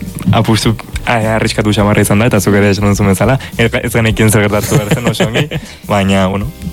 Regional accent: Pamplona, Navarre, Spain; Iruñeko aldezarrekoa garen bakarrak eitan eta biok.

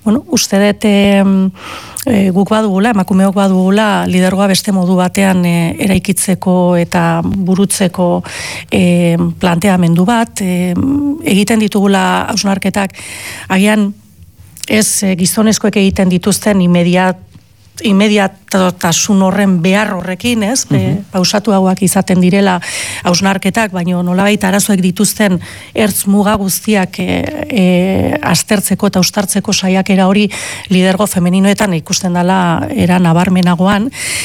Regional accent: San Sebastián, Basque Country, Spain; ez ni oso donostiarra naiz, esaten nuen hautagaitza aurkesterakoan egin nuen bideo horretan, iatarra, Loiolan bizi naizena azkeneko urte hauetan

